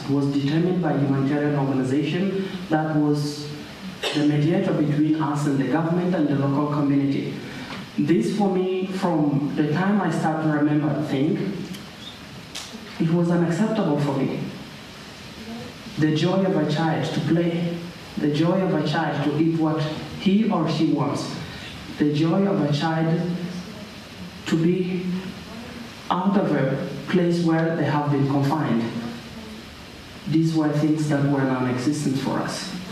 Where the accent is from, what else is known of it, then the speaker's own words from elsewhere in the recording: South Sudan; born there; When I was born in South Sudan, from the stories that my father told me, it was a struggle between the North and the South